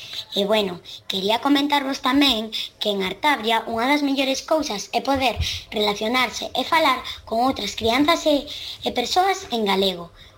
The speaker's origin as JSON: {"language": "Galician", "town": "Ferrol", "region": "Galicia", "country": "Spain", "said": "teño 9 anos e son de Ferrol."}